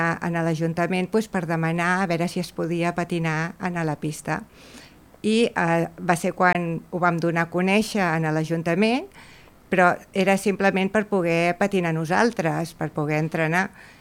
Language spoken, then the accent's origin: Catalan; Mataró, Catalonia, Spain; born there; also born or lived in Badalona; now in Argentona, Spain; jo sóc nascuda a Mataró.